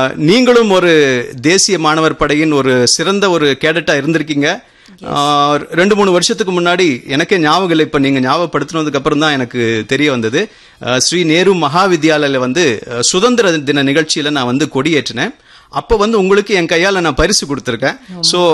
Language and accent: Tamil; Coimbatore, Tamil Nadu, India; நான் கோவையைச் சேர்ந்தவன் தான். பள்ளிப்படிப்பை வந்து நான் கோவை தூய மைக்கேல் மேல்நிலை பள்ளியில் முடித்தேன்.